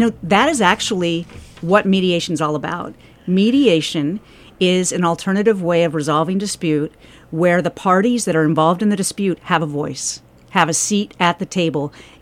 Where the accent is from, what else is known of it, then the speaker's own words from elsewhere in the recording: Portland, Oregon, United States; now in Savannah, United States; I'm from the West Coast, actually. I'm from Portland, Oregon.